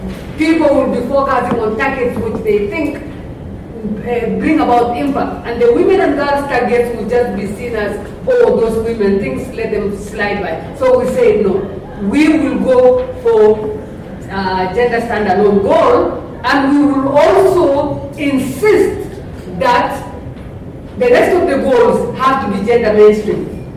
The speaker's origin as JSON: {"language": "English", "country": "Kenya", "said": "knowing that I came from Kenya"}